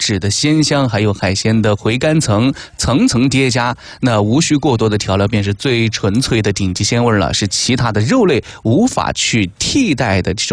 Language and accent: Chinese; Sichuan-Chongqing, China; 尤其是我们川渝人啊